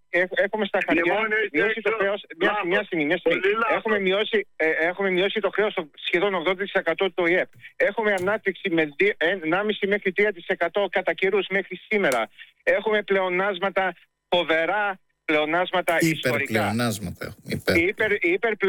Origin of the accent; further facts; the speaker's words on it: Australia; also born or lived in Greece; Okay, γεννήθηκα στην Ελλάδα μετά. Γύρισε η μάνα μου, παντρεύτηκε, μετά γύρισαμε Αυστραλία.